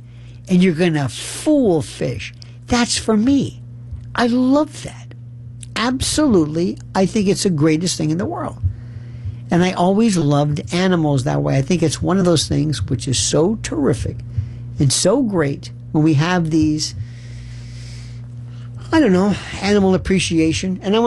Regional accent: Florida, United States; I was raised in Florida. I think I was in the water five times, six times.

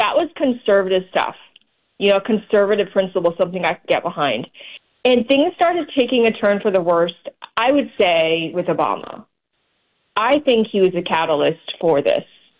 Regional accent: Sheffield, Yorkshire and the Humber, United Kingdom; now in United States; I'm from England, actually.

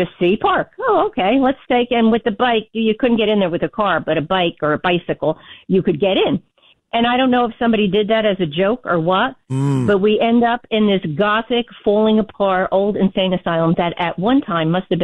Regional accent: New Jersey, United States; Hey, I'm from Central Jersey

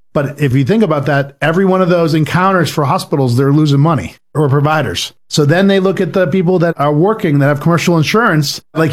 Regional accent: Patten, Maine, United States; my hometown of Patton, Maine

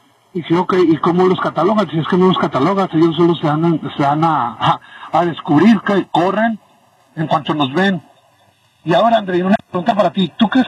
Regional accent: United States; nosotros como yo estadounidense, de ascendencia hispana

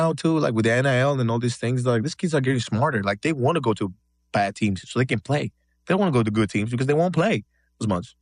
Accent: Greece; moved away; I grew up in Europe. I was born and raised in Greece, bro.

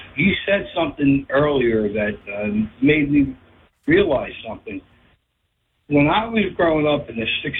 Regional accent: Spotswood, New Jersey, United States; I grew up in Spotswood

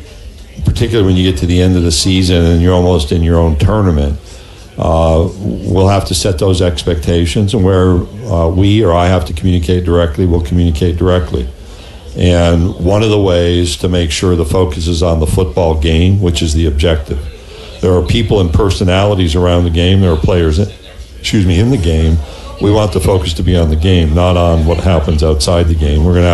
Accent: New York, United States; moved away; I grew up in upstate New York, and I'm not moving back there.

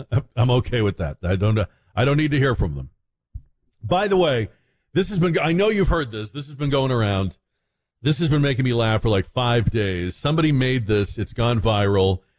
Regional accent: Boston, Massachusetts, United States; moved away; When I was growing up in Boston

